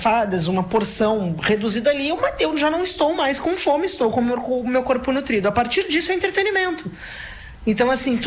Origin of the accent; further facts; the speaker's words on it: Caxias do Sul, Rio Grande do Sul, Brazil; also born or lived in São Marcos; Eu sou nascida em São Marcos, cresci em Caxias do Sul, então tem uma conexão com a Serra muito forte.